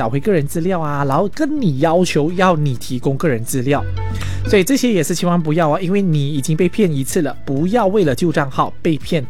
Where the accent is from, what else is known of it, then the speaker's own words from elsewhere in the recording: Malaysia; 我觉得特别适合我们马来西亚人。